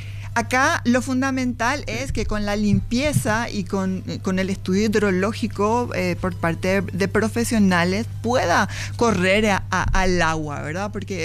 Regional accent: Paraguay; Todos somos paraguayos

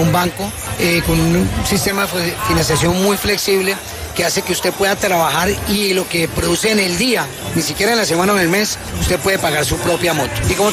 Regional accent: Cali, Valle del Cauca, Colombia; en mi querida Colombia, caleño, como te dije

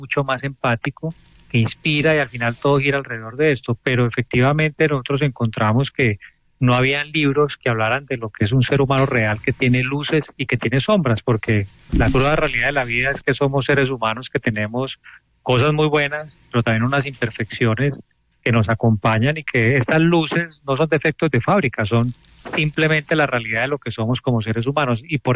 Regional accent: Cali, Valle del Cauca, Colombia; actualmente en Cali, pero he estado viviendo en otros países y en otras ciudades, pero hoy creo que Cali será, soy caleño y Cali será mi destino por bastantes años.

